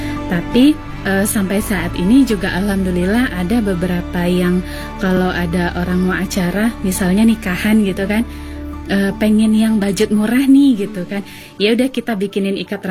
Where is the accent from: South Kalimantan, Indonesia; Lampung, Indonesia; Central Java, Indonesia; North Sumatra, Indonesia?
North Sumatra, Indonesia; Medan; moved away as an adult; now in West Sumatra, Indonesia; saya perantau ya dari Medan, terus nikah dengan orang Minang sini.